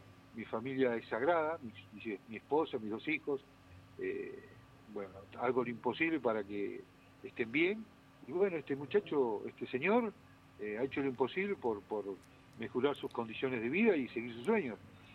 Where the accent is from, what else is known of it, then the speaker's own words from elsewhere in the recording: Argentina; cómo somos nosotros los argentinos, que somos exitistas